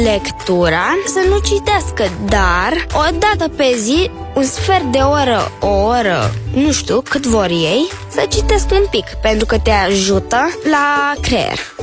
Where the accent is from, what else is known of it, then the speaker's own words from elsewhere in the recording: Bucharest, Romania; din București și am 8 ani.